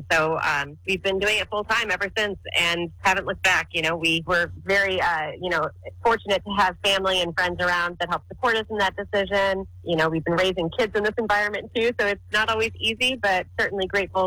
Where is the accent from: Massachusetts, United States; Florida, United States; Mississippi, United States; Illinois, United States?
Illinois, United States; Wheaton; also born or lived in California; Yeah, I grew up in Wheaton, actually, Wheaton, Illinois.